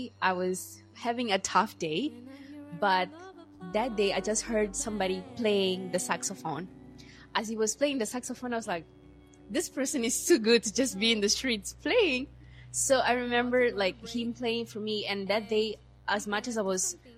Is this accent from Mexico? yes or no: no; Mozambique; now in Warsaw, Poland